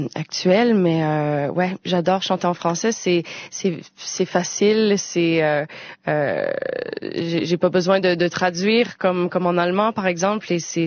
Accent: Quebec, Canada; first language French; Tu sais, en tant que Québécoise, c'est tellement un plaisir de parler sa langue à l'international.

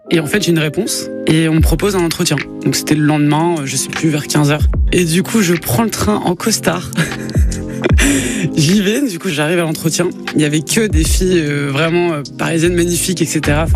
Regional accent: Lille, Hauts-de-France, France; J'ai dit, bah je viens de Lille

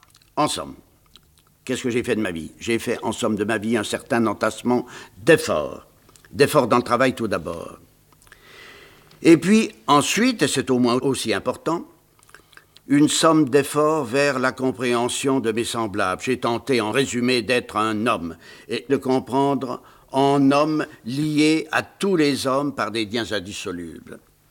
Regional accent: Bruyères, Grand Est, France; born there; vous savez que je suis né à Bruyères-Vosges.

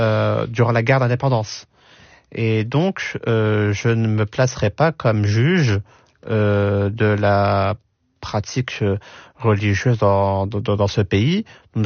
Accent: France; français, algérien, j'ai mes deux nationalités et je les porte fièrement.

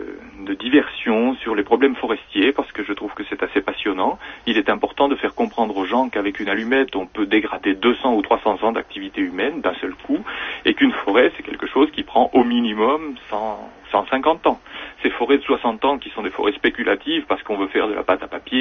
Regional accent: Paris, Île-de-France, France; born there; moved away as an adult; now in Auvergne, France; Moi, je suis parti de Paris il y a 20 ans. J'avais fait des études à Paris. J'étais né à Paris bêtement, et puis j'avais des vacances en Auvergne.

